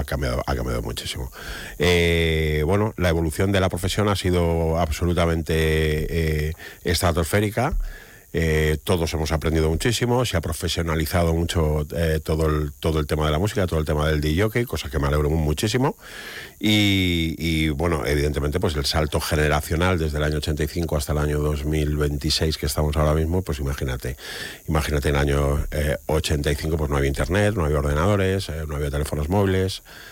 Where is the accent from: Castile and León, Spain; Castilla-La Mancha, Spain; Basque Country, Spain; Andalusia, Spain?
Castilla-La Mancha, Spain; Toledo; celebrar mis aniversarios en mi ciudad, soy muy toledano